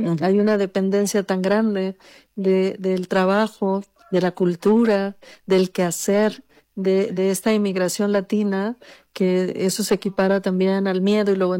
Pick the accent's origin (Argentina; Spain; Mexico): Mexico; now in Houston, United States; yo me veo mexicana, soy mexicana y me veo como mexicana, no hay manera que pase por otra cosa